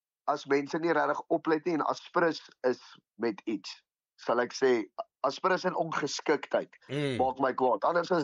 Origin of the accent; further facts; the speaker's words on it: Pretoria, Gauteng, South Africa; So ek was gebore in Pretoria, ek het daar groot geword, ek het vir 21 jaar in precies dieselfde huis gebly daar in die ooste van Pretoria. Ek was vir 2 jaar in Hoërskool Menlo Park gewees, toe het ek geskuif Garsfontein toe